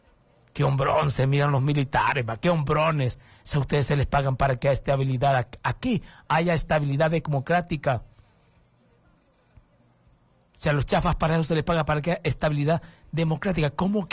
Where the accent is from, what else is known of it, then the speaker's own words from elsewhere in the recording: Honduras; nuestros hermanos hondureños